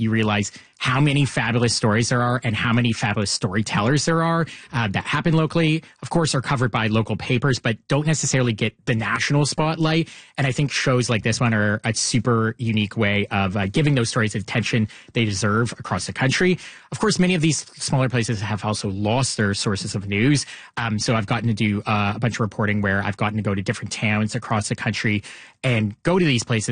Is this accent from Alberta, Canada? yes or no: no; Elora, Ontario, Canada; I grew up in a small town myself, so I'm from Elora